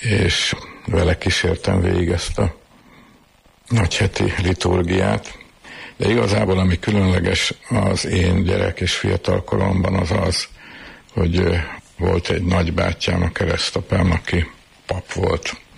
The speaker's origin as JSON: {"language": "Hungarian", "region": "Budapest", "country": "Hungary", "tie": "born or raised there", "said": "Rákoshegyen nőttünk föl"}